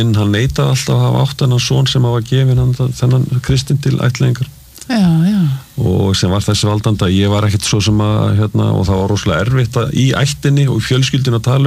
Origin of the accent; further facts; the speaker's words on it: Reykjavík, Capital Region, Iceland; ekki vestfirðingur, en hérna hann ólst upp á vestfjörðum ég alveg upp í Reykjavík